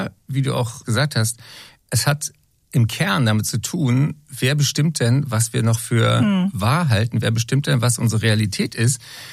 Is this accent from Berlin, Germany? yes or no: yes; Berlin, Germany; Ich habe eben welche getroffen, zum Beispiel Victoria in Berlin, meine Heimatstadt.